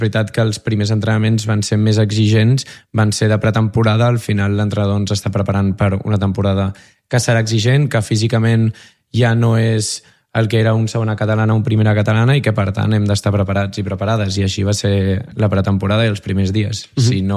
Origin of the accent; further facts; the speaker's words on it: Calella, Catalonia, Spain; Jo sóc de Calella, aquí també al Maresme